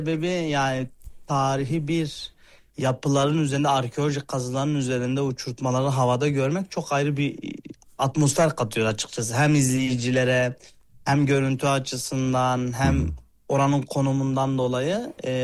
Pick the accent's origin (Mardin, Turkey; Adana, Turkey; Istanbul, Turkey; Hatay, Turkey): Mardin, Turkey; born or raised there